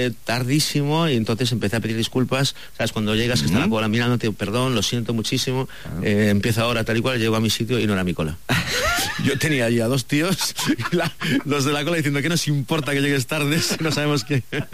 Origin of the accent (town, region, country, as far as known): Pontevedra, Galicia, Spain; also born or lived in Sanxenxo; now in Madrid, Spain